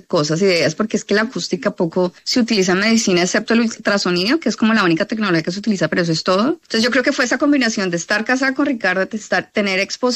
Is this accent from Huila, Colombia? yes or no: yes; Neiva, Huila, Colombia; Yo soy de Neiva, huilense, lo conozco en Boston.